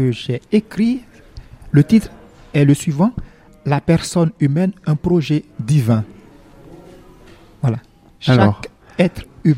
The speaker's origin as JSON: {"language": "French", "country": "Côte d’Ivoire", "moved": "yes", "lives_now": "Bétharram, France", "said": "religieux prêtre du Sacré-Cœur de Jésus de Bétaram. Je suis ivoirien d'origine et en mission actuellement en France"}